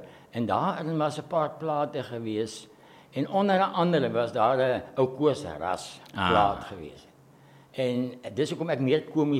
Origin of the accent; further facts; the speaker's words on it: Despatch, Eastern Cape, South Africa; Ek was 'n klipgooier, ek het Dispatch groot geword. Ek is getoe daar, gebore daar.